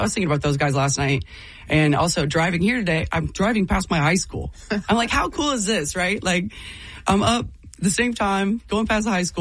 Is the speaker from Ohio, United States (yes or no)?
yes; Worthington, Ohio, United States; Yeah, I grew up in Worthington. I went to the same high school my dad did, which is an awesome blessing, Thomas Worthington.